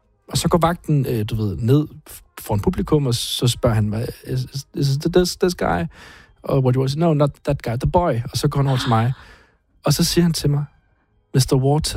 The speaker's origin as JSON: {"language": "Danish", "town": "Herning", "region": "Central Denmark Region", "country": "Denmark", "said": "Jeg er fra Herning."}